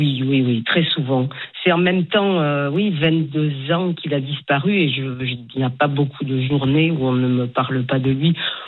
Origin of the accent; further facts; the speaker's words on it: Toulouse, Occitanie, France; Non, mais je suis toulousaine.